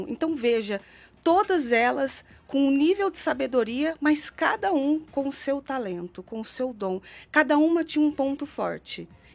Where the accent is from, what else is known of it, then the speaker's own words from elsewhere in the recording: São José do Rio Preto, São Paulo, Brazil; Eu sou do interior de São Paulo, São José do Rio Preto.